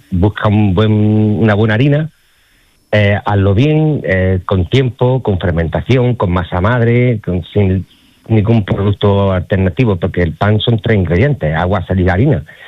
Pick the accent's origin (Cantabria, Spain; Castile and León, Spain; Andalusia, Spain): Andalusia, Spain; los andaluces no conseguimos el pan ácido. Entonces, los panaderos andaluces como tales siempre nos hemos reivindicado porque nuestros panes no sean agrios.